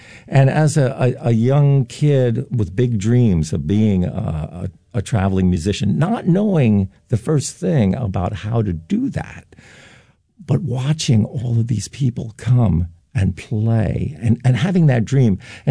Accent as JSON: {"language": "English", "town": "East Brunswick", "region": "New Jersey", "country": "United States", "tie": "born or raised there", "said": "starting out in New Jersey when I was a young boy, I was really lucky that I grew up in East Brunswick, which was close to Douglas College, and everybody came through."}